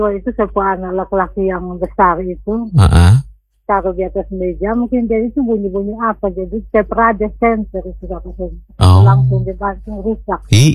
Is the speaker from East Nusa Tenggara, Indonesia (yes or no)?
yes; East Nusa Tenggara, Indonesia; Sedikit RRI kami dapat di kampung, di Amalakun Selatan.